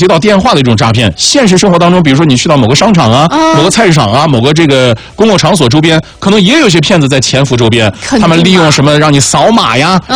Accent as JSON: {"language": "Chinese", "town": "Neijiang", "region": "Sichuan", "country": "China"}